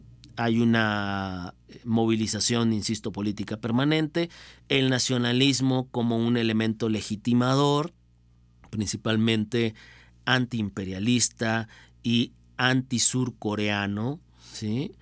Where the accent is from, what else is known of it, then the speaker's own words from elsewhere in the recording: Mexico; para una sociedad como la mexicana